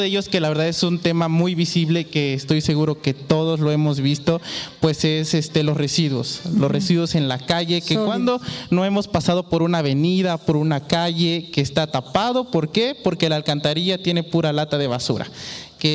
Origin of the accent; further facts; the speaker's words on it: Xalapa, Veracruz, Mexico; Soy de aquí, de Jalapa, ¿sí? Orgullosamente jalapeño.